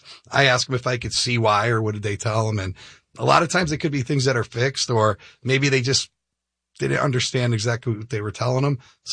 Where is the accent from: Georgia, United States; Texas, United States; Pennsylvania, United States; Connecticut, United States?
Connecticut, United States; I'm from Connecticut originally. And when I went to high school, I went to a trade school